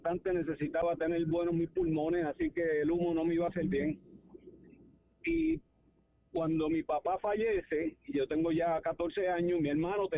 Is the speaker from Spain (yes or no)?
no; Toa Baja, Puerto Rico; un muchachito del pueblo, uh-huh. Pues yo me crié en Tua Baja